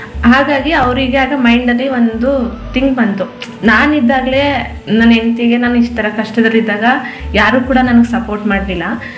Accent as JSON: {"language": "Kannada", "town": "Muttur", "region": "Karnataka", "country": "India", "said": "ನಾನು ಪಿರಿಯಾಪಟ್ಟಣ ತಾಲೂಕು ಮುತ್ತೂರಿಂದ ಬಂದಿದ್ದೀನಿ."}